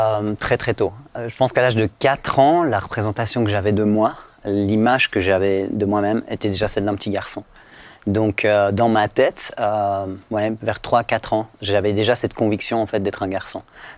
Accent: Switzerland; Je suis Suissesse, oui.

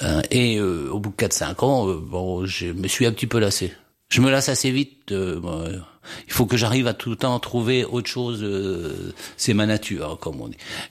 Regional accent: Chartres, Centre-Val de Loire, France; Oui, je suis originaire de Chartres.

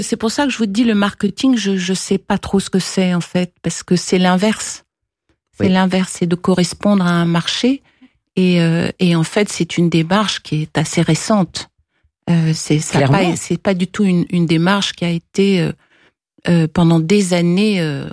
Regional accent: Cannes, Provence-Alpes-Côte d'Azur, France; born there; je suis née à Cannes, donc c'était le festival de Cannes

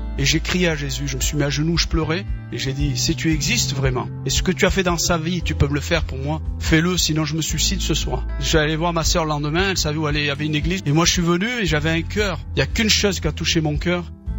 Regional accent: Algeria; Je suis algérien, on est issu d'une famille nombreuse de 14 frères et sœurs.

